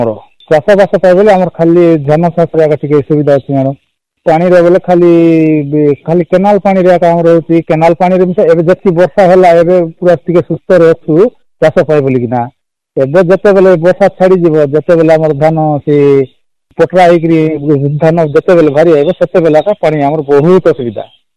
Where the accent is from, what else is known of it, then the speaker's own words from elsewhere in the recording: Kumarput, Odisha, India; ଆମର କୁମାରପୁଟ ହେଉଛି ଇଏ ଆମର ଖୋରାପୁଟ ଜିଲ୍ଲାକୁ ବୋଇଲେ ଆମର ଗାଁ ଗୋଟେ ବଡ ଗାଁ ଅଛି।